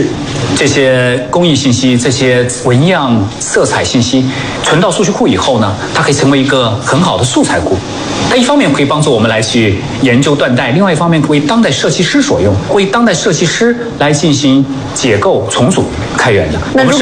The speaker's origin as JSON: {"language": "Chinese", "town": "Jingdezhen", "region": "Jiangxi", "country": "China", "tie": "born or raised there", "moved": "as an adult", "said": "我们的家乡确实有点脏有点乱。那个时候我说家长也好，你自己想的也好，就是逃离，离开景德镇逃离摇曳啊。"}